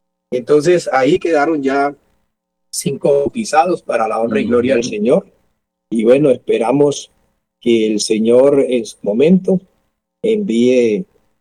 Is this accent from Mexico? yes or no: no; Colombia; Y yo también, como buen colombiano